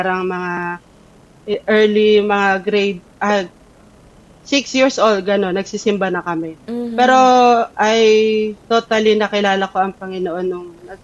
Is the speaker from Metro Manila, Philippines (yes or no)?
no; Calabarzon, Philippines; now in Caloocan City, Philippines; Bali, taga Quezon Province kami. Pero lumipat kami dito sa Caloocan City.